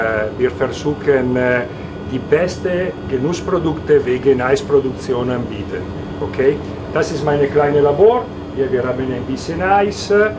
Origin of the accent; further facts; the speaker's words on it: Italy; German is a second language; moved away as an adult; now in Germany; ich komme aus Italien, ich bin hier vor 6 Jahren